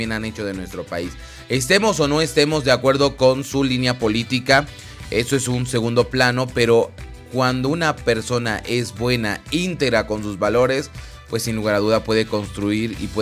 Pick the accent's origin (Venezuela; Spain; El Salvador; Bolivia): Bolivia